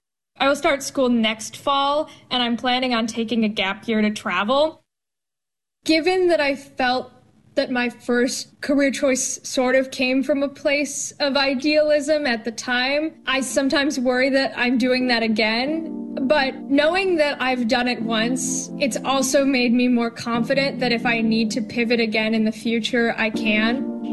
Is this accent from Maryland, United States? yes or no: yes; Bethesda, Maryland, United States; I'm from Bethesda, Maryland. I'm 22 years old.